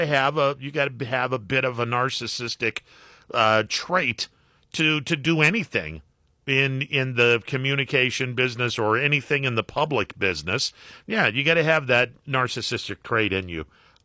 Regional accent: Leetonia, Ohio, United States; my hometown of Letonia, Ohio, which back in the day was about 80 to 90% Italian.

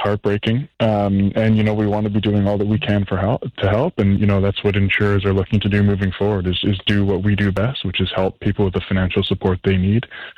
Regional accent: British Columbia, Canada; as a British Columbian, as probably any Canadian, this is horrifying, right?

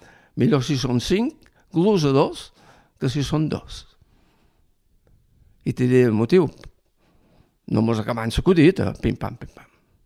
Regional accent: Ferreries, Balearic Islands, Spain; jo vaig néixer aquí a Ferreries, i en els 9 anys van anar al camp.

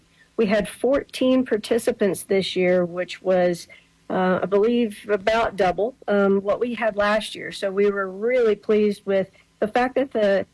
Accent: Arkansas, United States; now in Oklahoma, United States; I'm actually from Arkansas

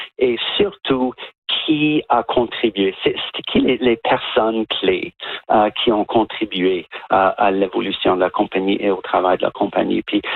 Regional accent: New Brunswick, Canada

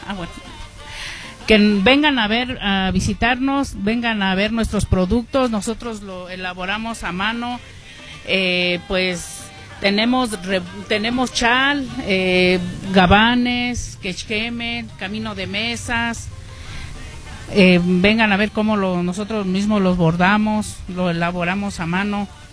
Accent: Ixtlahuaca, State of Mexico, Mexico; venimos de Ixtlahuaca, Estado de México, somos del Estado de México.

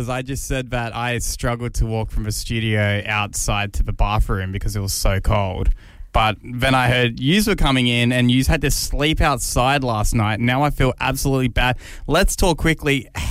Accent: Sydney, New South Wales, Australia; now in South Australia, Australia; I'm originally from Sydney

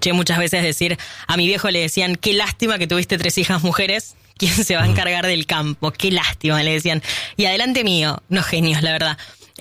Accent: Tejedor, Buenos Aires, Argentina; me quedé y me revinculó con Tejedor, que acá lo menciono mucho y los oyentes ya lo saben, que es mi pueblo. Me revinculó con el campo

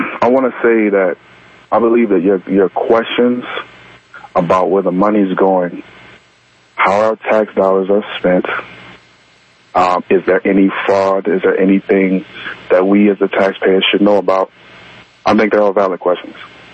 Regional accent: Baltimore, Maryland, United States; growing up in Baltimore as a young black man

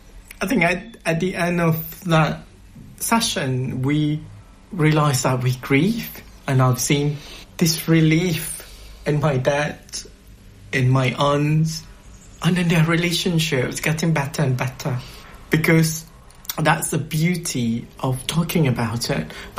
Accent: Malaysia; English is a second language; now in London, United Kingdom; I don't have to choose between being British or being a Malaysian. I can live for who I am now. Like how I live my early lives with my grandmother.

